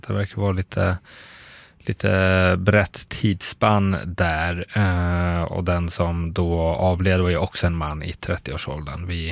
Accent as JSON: {"language": "Swedish", "town": "Södertälje", "region": "Stockholm County", "country": "Sweden", "moved": "yes", "said": "Jag är från Södertälje och den rinner ju igenom där via kanalen."}